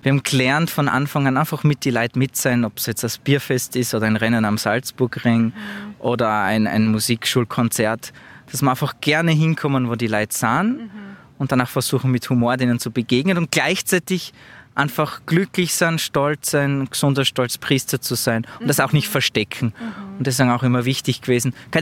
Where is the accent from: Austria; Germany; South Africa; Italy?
Austria; auch als Österreicher.